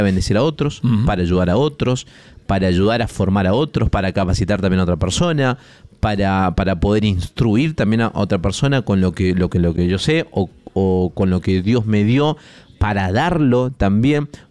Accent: Argentina; la identidad, lamentablemente, que tenemos como argentino

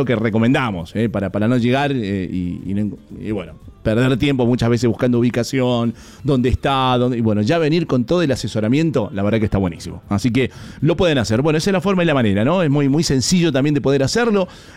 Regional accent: Mendoza, Argentina; como mendocinos sabemos cómo es el contexto muchas veces

